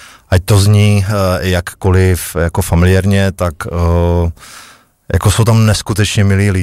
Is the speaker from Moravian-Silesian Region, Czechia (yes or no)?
yes; Bruntál, Moravian-Silesian Region, Czechia; born there; moved away as an adult; also born or lived in Ostrava; now in Opava, Czech Republic; Nejsem rodák, narodil jsem se v Bruntále a po střední škole jsem vlastně odešel na Vysokou školu báňskou do Ostravy, no a do Opavy jsem se přistěhoval v roce 2016